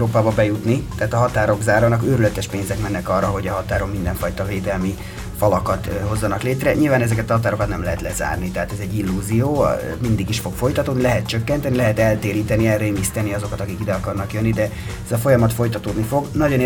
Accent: Hungary; Nem mondom, én magyar vagyok, igen, de nem állítanám azt, hogy nagyon bizakodó lennék szerintem.

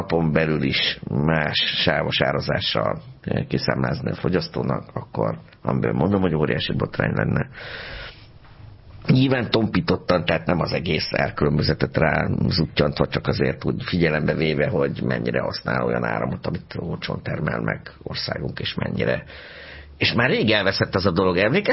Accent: Pécs, Baranya, Hungary; én ezt is el tudom mondani, hogy én pécsiként sosem libikókáztam, mert mi döcögőztünk, drága.

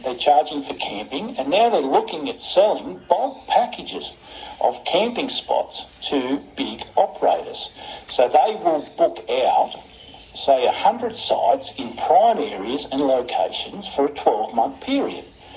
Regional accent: Australia; I, as an Australian, cannot speak on what happens in England or in New Zealand or America. We are the same here. No one else can speak for the Ngarigo people except Ngarigo people.

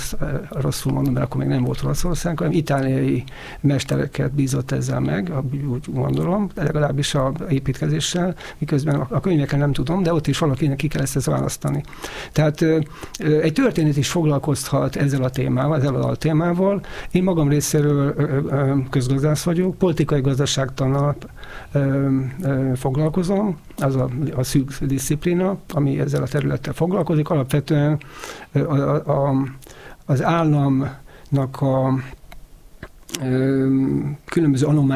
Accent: Hungary; Tehát, mint magyarok, nagyon trehányak vagyunk a nyelvben, és ez baj, akkor ez tényleg nagyon nagy baj.

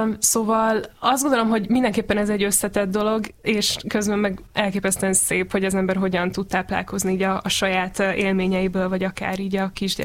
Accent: Szombathely, Vas, Hungary; én Szombathelyen nőttem fel, és éppen ezért ott történt, vidéken, a színházi szocializációm

